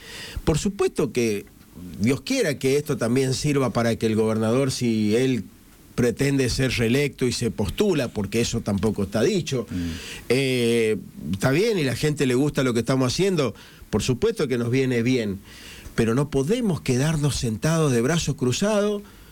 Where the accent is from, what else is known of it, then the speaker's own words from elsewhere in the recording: San Juan, Argentina; somos todos sanjuaninos.